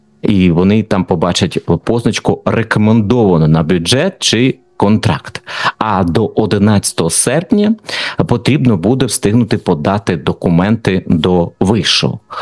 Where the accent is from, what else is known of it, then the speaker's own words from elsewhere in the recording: Kharkiv, Kharkiv Oblast, Ukraine; born there; also born or lived in Dnipro; Хоча Дніпро – це моя мала батьківщина, і, можливо, я б мав би більше за них вболівати, але я все своє життя так сталося, я живу у Харкові.